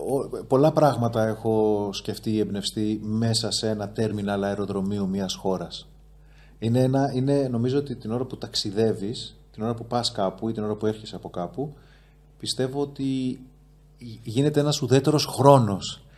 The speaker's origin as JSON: {"language": "Greek", "town": "Athens", "region": "Attica", "country": "Greece", "tie": "born or raised there", "also_born_or_lived": "Heraklion", "said": "Εκεί όταν ήμουν 4, χωρίσαν οι γονείς μου και η μητέρα μου με μένα και τον αδερφό μου, ο οποίος τότε ήταν ενός, μετακομίσαμε στην Αθήνα."}